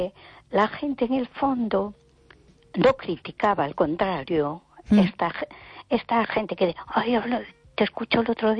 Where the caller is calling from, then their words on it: A Coruña, Galicia, Spain; de Coruña.